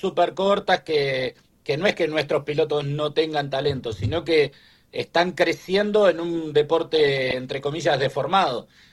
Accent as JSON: {"language": "Spanish", "country": "Argentina", "said": "ya eso lo sabemos nosotros como argentinos y como latinos"}